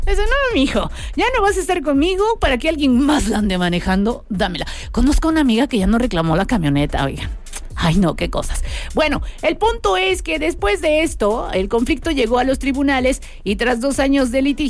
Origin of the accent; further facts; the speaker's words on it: Mexico; ¿cuál es la peor costumbre de los mexicanos que como buenos mexicanos tenemos?